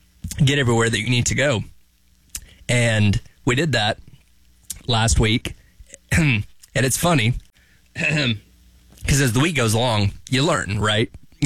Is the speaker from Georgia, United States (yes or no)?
yes; Georgia, United States; I'm from Georgia.